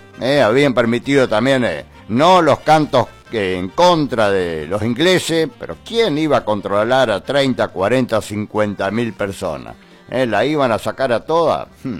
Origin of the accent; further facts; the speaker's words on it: Argentina; Somos argentinos